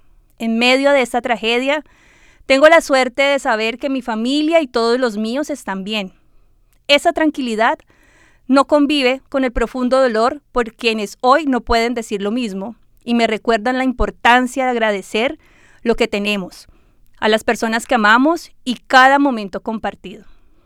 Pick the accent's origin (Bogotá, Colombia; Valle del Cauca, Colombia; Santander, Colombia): Valle del Cauca, Colombia; Cali; born there; accent: Cali; moved away; Porque Cali no es solamente el lugar de donde venimos, es el acento que conservamos